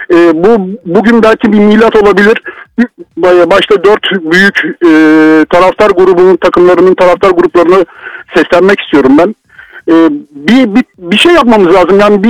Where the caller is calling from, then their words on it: İzmir, Turkey; İzmir'den arıyorum sizi.